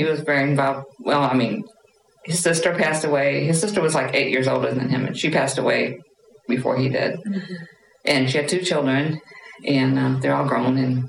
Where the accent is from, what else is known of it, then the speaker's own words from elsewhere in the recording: Missouri, United States; born there; also born or lived in Memphis, United States; No, I was born down in Missouri.